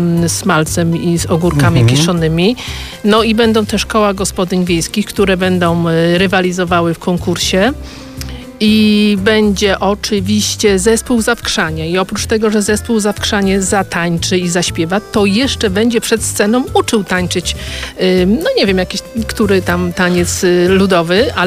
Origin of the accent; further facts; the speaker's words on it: Masovian Voivodeship, Poland; tak, my jesteśmy z Ciechanowskiego, więc bardzo Państwa proszę również o te głosy